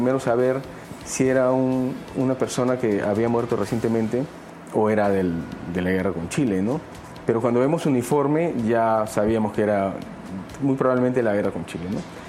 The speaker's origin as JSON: {"language": "Spanish", "country": "Peru", "said": "nos ayuda a mejorar como peruanos"}